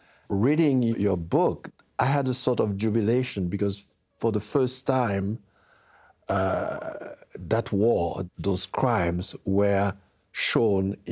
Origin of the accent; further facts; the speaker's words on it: Haiti; moved away; Maybe it's because I come from Haiti